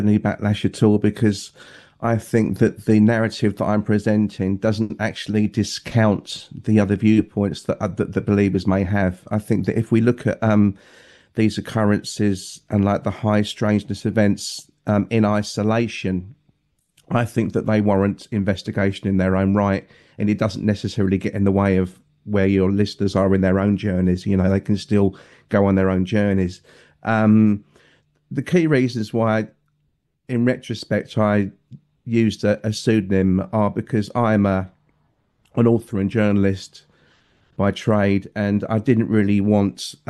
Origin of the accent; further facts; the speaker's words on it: England, United Kingdom; as an Englishman